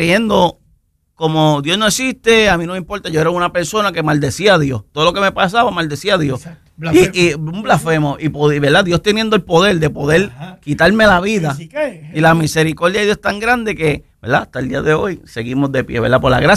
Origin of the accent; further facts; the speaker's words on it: Mayagüez, Puerto Rico; now in Rincón, Puerto Rico; Yo vengo del pueblo de Mayagüez, adoptado por Rincón. Uh-huh. Ya casi 20 años en el pueblo de Rincón, ¿verdad? Y pues, normal, crecí en lo que todo el mundo conoce, ¿verdad? Un hogar típico